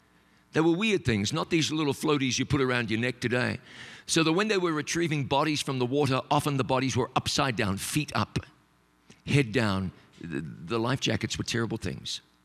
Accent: New Zealand; moved away; my home country of New Zealand

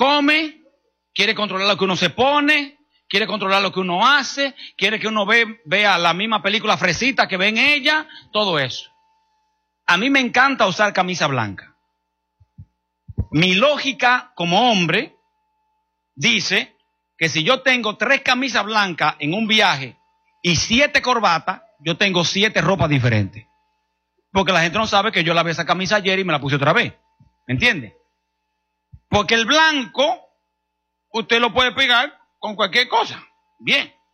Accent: Dominican Republic; yo nací en República Dominicana, me crié en República Dominicana.

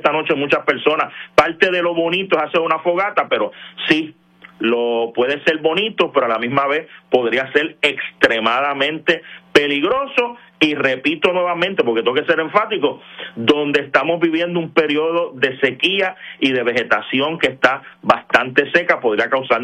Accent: Fajardo, Puerto Rico; Soy del pueblo de Fajardo.

